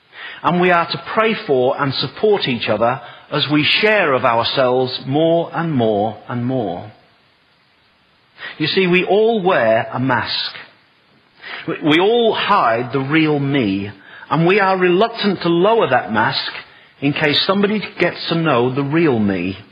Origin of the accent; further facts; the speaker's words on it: United Kingdom; I'm typical British.